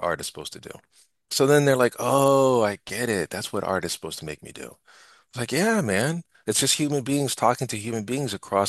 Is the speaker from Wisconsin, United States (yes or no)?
no; New York City, New York, United States; born there; moved away; I came back to New York, and I was born in New York, raised in and out of New York. And I came back in August 2001 to go to a graduate center.